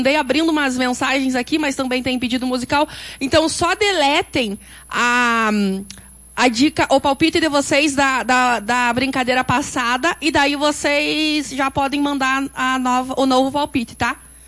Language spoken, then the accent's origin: Portuguese; Brazil; eu sou brasileiro